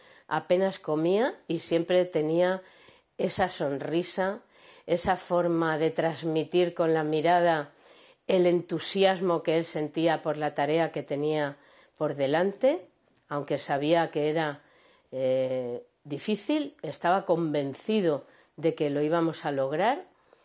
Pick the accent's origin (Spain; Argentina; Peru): Spain